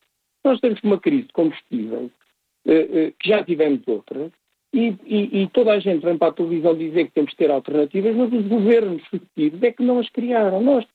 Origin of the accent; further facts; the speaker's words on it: Covilhã, Centro, Portugal; Eu sou da Covilhã, das Beiras, e, portanto, muitas vezes a realidade do país não é bem a mesma.